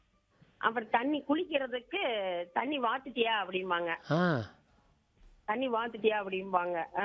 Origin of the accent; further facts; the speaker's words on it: Erode, Tamil Nadu, India; moved away as an adult; now in Perundurai, India; எங்கள் ஊரில் நான் பிறந்து வளர்ந்தது எல்லாம் ஈரோடு நகரம்.